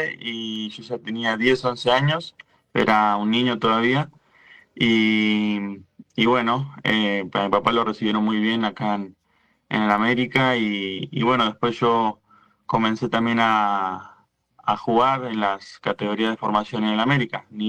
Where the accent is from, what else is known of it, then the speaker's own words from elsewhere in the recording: Argentina; now in Cali, Colombia; hace mucho tiempo estoy acá. También en gran parte por mi papá. Y bueno, ya acostumbrado a varias cosas acá en Colombia, pero siendo argentino 100% todavía.